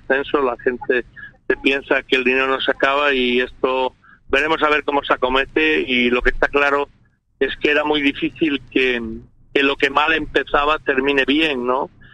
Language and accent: Spanish; Marín, Galicia, Spain; moved away; desde mi pueblo, desde Marín, Pontevedra